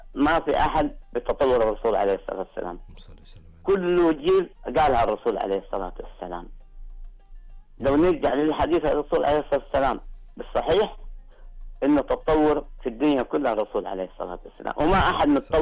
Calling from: Jeddah, Makkah Province, Saudi Arabia

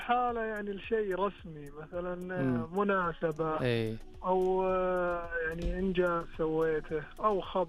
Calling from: Hafar Al-Batin, Eastern Province, Saudi Arabia; أنا من حفر الباطن.

